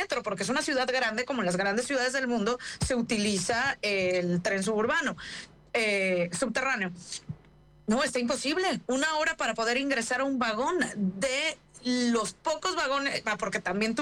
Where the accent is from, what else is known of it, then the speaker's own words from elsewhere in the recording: Mexico; nosotras hablamos de México como mexicanas.